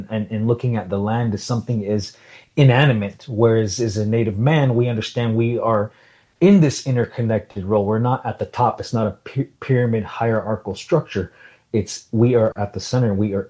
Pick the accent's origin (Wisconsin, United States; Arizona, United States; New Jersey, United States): Arizona, United States; Salt River; born or raised there